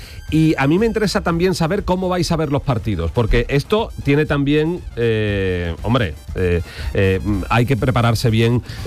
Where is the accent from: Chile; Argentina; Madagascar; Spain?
Spain; Y ahora, yo soy español, y venga...